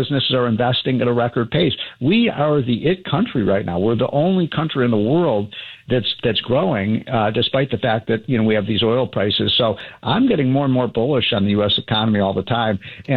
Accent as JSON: {"language": "English", "town": "Chicago", "region": "Illinois", "country": "United States", "said": "You know, I'm from Chicago. It's a disgrace what's happening in Chicago."}